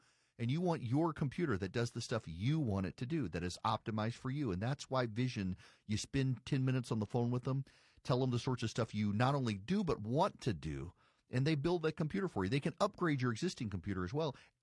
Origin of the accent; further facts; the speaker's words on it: Louisiana, United States; Paul Harvey had the stronger signal growing up in Louisiana. WYNK in Baton Rouge, he was on the country station